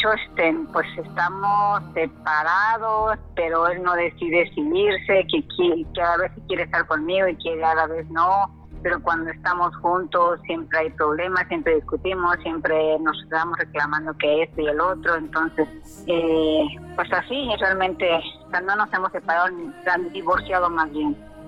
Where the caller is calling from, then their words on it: Quintana Roo, Mexico; Yo estoy aquí en Quinotompe Blanco